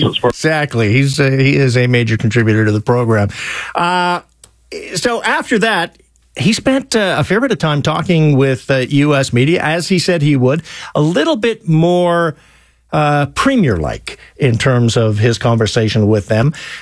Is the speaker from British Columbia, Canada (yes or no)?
yes; Kamloops, British Columbia, Canada; Yeah, I grew up in Kamloops, B.C., where we listened to both kinds of music, country and Western